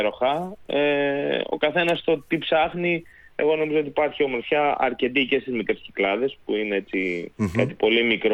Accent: Tinos, South Aegean, Greece; καθώς είμαι από την Τίνο

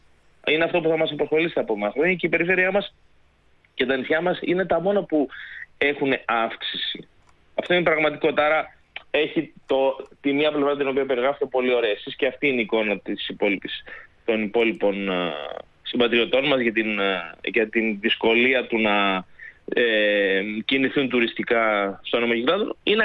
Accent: Tinos, South Aegean, Greece; καθώς είμαι από την Τίνο

